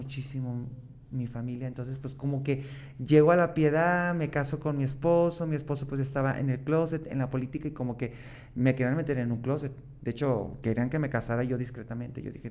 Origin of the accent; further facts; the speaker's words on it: Guadalajara, Jalisco, Mexico; Porque soy de Guadalajara, de los 14 años yo salí del closet, mi familia me apoyó